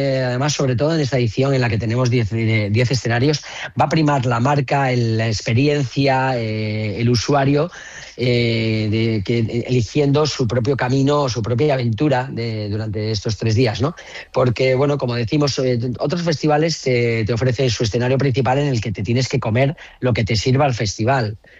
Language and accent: Spanish; Asturias, Spain; nosotros somos asturianos, lo llevamos en el corazón y en el ADN.